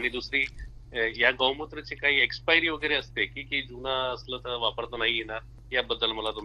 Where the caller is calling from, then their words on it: Papri, Maharashtra, India; समुद्रपूर तालुक्यामध्ये पापरी गाव आहे.